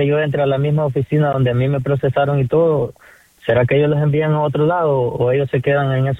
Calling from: Jacksonville, Florida, United States; yo vivo en Jacksonville

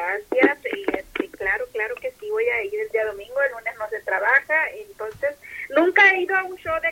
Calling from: Hickory, North Carolina, United States; yo soy la de Hickory.

